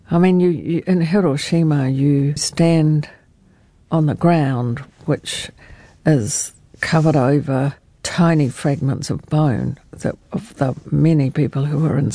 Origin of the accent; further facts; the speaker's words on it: Greymouth, West Coast, New Zealand; But, I mean, the thing is, I grew up in Greymouth in the 50s, and I was a precocious kid.